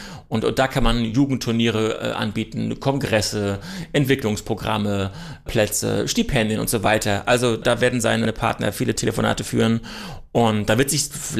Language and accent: German; Germany